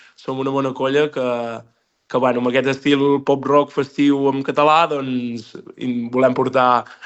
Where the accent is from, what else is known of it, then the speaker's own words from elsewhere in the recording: Catalonia, Spain; som un grup del Pla de l'Estany